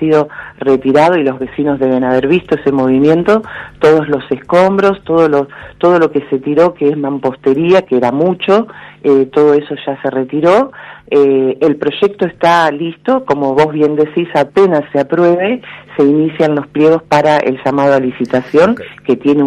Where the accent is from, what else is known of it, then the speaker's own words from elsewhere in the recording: Rosario, Santa Fe, Argentina; yo que soy de Rosario